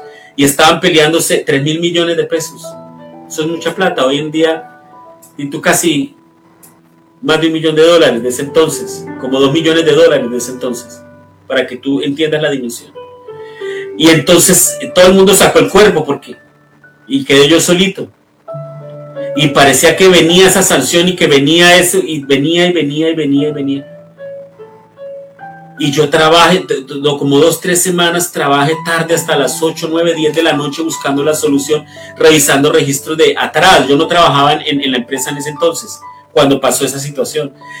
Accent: Colombia; moved away; En mi país, en Colombia, yo soy contador.

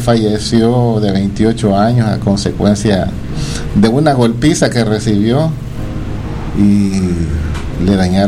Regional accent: San Miguel, El Salvador; born there; Nací en el Hospital Nacional San Juan de Dios el 17 de agosto de 1954.

